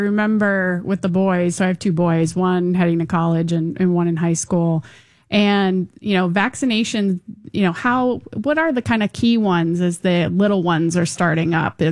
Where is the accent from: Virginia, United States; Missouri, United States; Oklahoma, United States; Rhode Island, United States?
Rhode Island, United States; Pawtucket; I think, I grew up in Pawtucket. And so as I think about the work and the needs in Pawtucket, I always keep that top of mind for me.